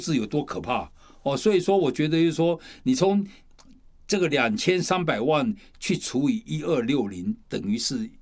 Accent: China; 我们中国人也讲了一段话

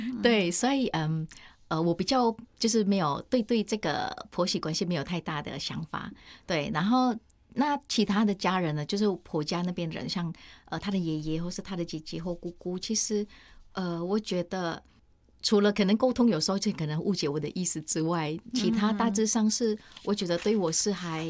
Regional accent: Indonesia; first language Indonesian; Chinese is a second language; now in Taiwan; 我是完全没有想过要教我小孩就是印尼话，也是我的母语嘛。

